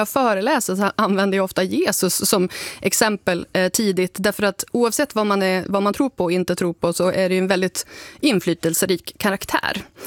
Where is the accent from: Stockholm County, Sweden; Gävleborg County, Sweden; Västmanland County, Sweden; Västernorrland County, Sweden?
Västernorrland County, Sweden; Sund; Jag kände att jag blev lite, jag fastnade i att jag är från Sund, men jag bor inte i Sund, utan jag bodde i Sund / Domsjö, mycket intern liksom, politik där